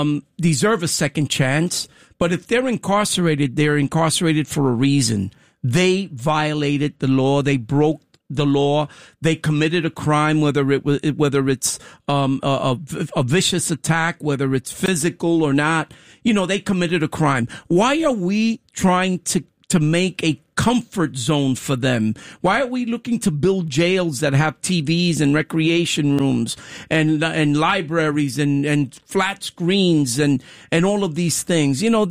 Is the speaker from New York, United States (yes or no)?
yes; New York, United States; You know, New Yorkers, I'm a New Yorker.